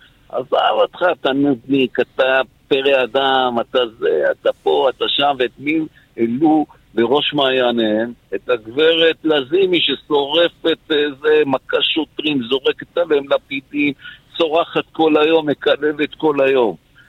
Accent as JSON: {"language": "Hebrew", "town": "Kiryat Malakhi", "region": "Southern District", "country": "Israel", "tie": "born or raised there", "said": "בגלל שאני באתי עם קריית מלאכי, אני גדלתי בקריית מלאכי, ולכן אני מביא את קריית מלאכי לכנסת."}